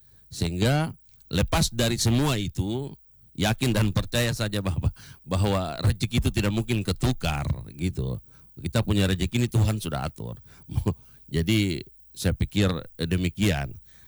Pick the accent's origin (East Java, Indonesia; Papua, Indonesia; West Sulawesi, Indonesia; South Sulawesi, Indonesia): Papua, Indonesia; kita lihat tidak bisa kita menutup mata terhadap potensi itu, terutama kepada kita orang asli Papua.